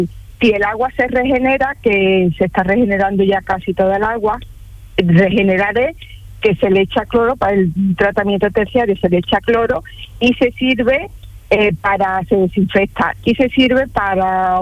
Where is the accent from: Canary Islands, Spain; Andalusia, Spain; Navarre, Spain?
Andalusia, Spain; Alhaurín el Grande; Pues mira, voy para Manilva, soy de Lardín el Grande, y estoy aquí en la carretera que empieza para Ojem.